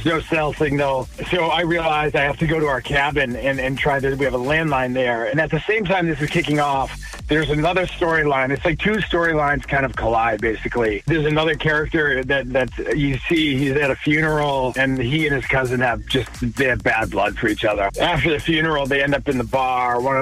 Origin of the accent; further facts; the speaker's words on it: Plymouth, Massachusetts, United States; and then I also was able to shoot in my hometown of Plymouth, Massachusetts.